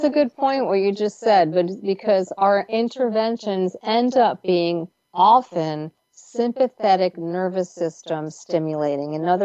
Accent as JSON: {"language": "English", "region": "New York", "country": "United States", "said": "I'm a New Yorker"}